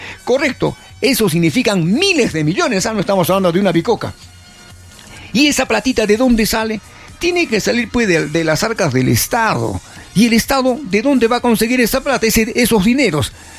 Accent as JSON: {"language": "Spanish", "country": "Peru"}